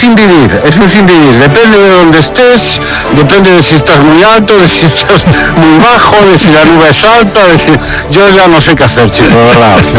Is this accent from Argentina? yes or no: no; Galicia, Spain; mi pueblo y yo en la costa de Lugo, y a Marina de Lugo